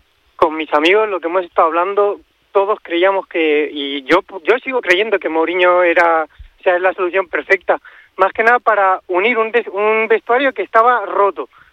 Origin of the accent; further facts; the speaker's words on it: Leganés, Community of Madrid, Spain; Mira, que yo soy de Leganés. O sea, que yo a Diomandé, o sea, el Lega es mi segundo equipo.